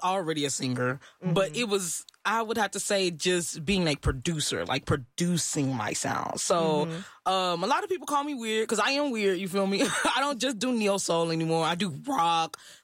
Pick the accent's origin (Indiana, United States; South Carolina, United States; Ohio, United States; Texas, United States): Texas, United States; Texas City; also born or lived in Galveston, United States; So I usually like to say that I was just born in Galveston, but I was raised in Texas City.